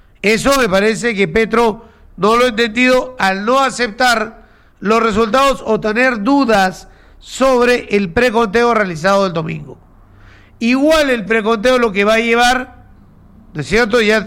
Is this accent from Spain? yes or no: no; Peru